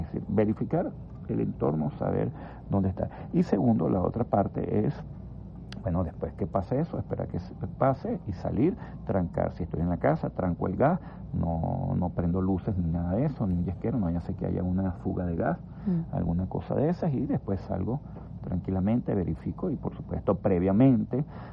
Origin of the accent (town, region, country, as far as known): Venezuela